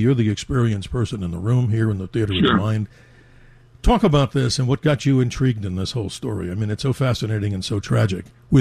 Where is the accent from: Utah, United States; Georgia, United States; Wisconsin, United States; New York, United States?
New York, United States; Like yourself, I grew up in the New York metro area, and I had a little tiny transistor radio, maybe $5.